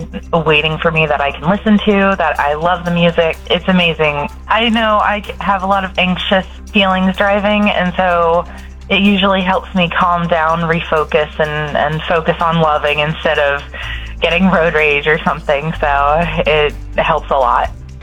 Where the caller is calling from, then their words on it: Grove City, Ohio, United States; from Grove City, and I am the river. I've had to travel a lot, and so I'll go to different parts of Ohio